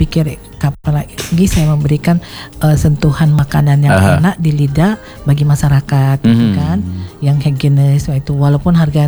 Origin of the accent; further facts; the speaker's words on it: Palembang, South Sumatra, Indonesia; Kan kita orang Prembang nih, kan.